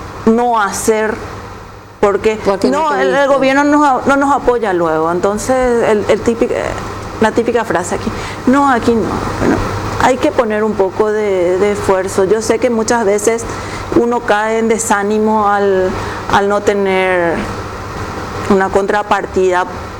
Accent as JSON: {"language": "Spanish", "town": "Coronel Oviedo", "region": "Caaguazú", "country": "Paraguay", "tie": "born there", "moved": "yes", "lives_now": "Asunción, Paraguay", "said": "yo nací en Coronel Oviedo"}